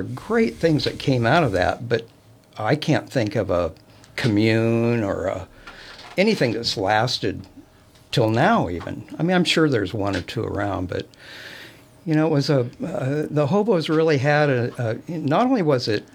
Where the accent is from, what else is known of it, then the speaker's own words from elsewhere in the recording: Klamath Falls, Oregon, United States; I was raised in around Klamath Falls, Oregon.